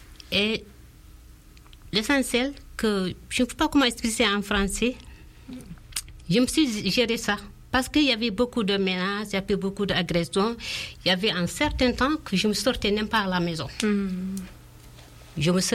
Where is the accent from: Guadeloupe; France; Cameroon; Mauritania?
Mauritania; first language Fula; French is a second language; moved away; Je lui ai dit je viens de Mauritanie.